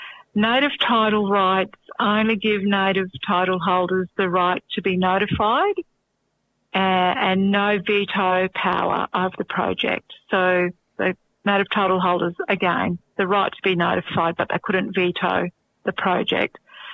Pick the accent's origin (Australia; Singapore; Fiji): Australia; Northern Territory; I'm from the Northern Territory. My mob are … from Southwest Catherine. Yeah, so Northern Territory woman … have the great pleasure of living and working on beautiful Aranda country in Alice Springs.